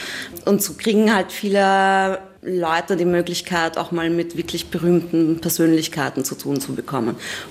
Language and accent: German; Vienna, Austria; ich bin in Wien aufgewachsen